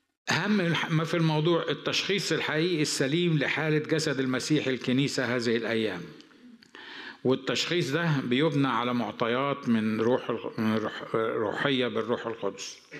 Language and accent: Arabic; Upper Egypt, Egypt; عندنا في مصر في الصعيد يروحوا كسرين بصلة ويروحوا حاطينها في مناخيره